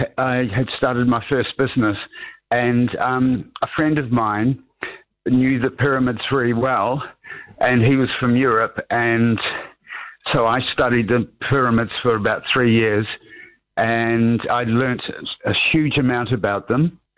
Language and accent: English; New Zealand; I'm a Kiwi. I was born in this country